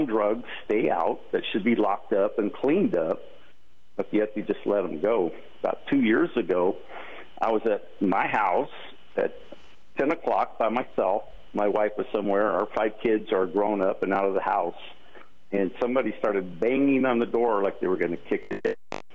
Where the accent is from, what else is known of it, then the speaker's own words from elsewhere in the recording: Salinas, California, United States; I'm 66 years old. I'm born and raised in Salinas, so I've seen Salinas change.